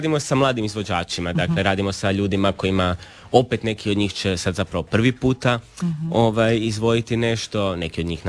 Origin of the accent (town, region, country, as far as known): Croatia